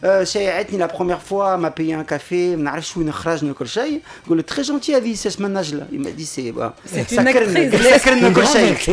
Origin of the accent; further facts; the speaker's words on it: Dahmani, Kef Governorate, Tunisia; moved away; ولا اصلا من تونس من دهماني، وانكور عندي امي من دهماني وعندي بوي تطلع انكور في الجبال اسمها عينك سيب وسرا ورتين